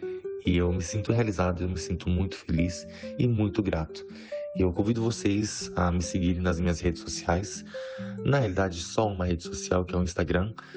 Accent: Brazil; first language Portuguese; now in Montreal, Canada; Crescendo no Brasil, a gente sabe que é um país latino, um país muito macho

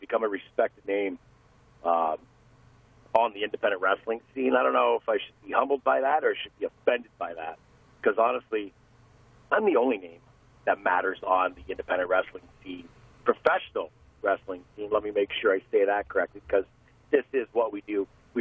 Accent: Windsor, Ontario, Canada

